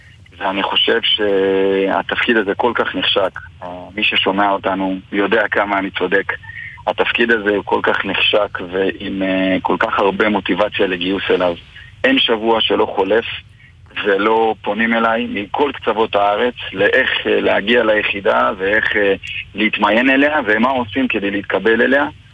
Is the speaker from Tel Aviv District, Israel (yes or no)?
no; Lod, Central District, Israel; אני גדלתי בלוד